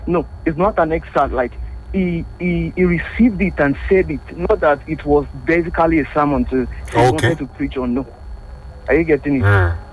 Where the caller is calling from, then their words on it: Ilorin, Kwara, Nigeria; calling from Ilorin.